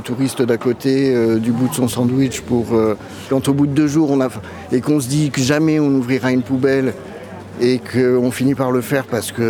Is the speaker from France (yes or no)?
yes; Nouvelle-Aquitaine, France; Moi, je viens de Charente, quoi.